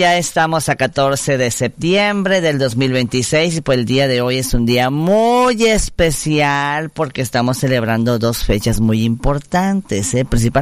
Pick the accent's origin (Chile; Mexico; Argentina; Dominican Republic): Mexico; Chiapas